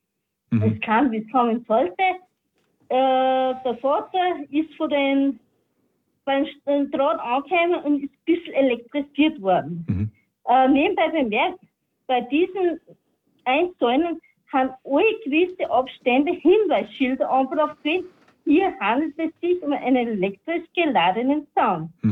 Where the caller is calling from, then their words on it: Salzburg, Austria; Ja, ich komme aus dem Schlachtgau.